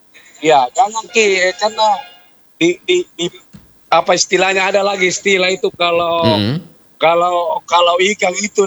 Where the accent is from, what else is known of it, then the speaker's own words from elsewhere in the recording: South Sulawesi, Indonesia; ada juga istilah kita, yeah, orang Bugis Makassar